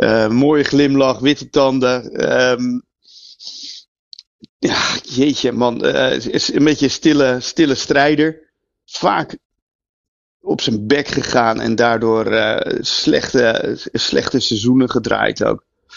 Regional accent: Netherlands; Voor de Nederlanders

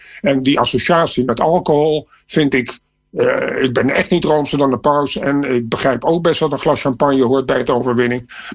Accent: Netherlands; Wij zijn misschien als Nederlander enigszins bevooroordeeld.

